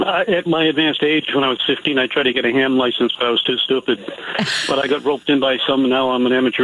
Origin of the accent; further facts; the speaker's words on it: New Bedford, Massachusetts, United States; now in King and Queen Courthouse, Virginia, United States; I grew up in New Bedford.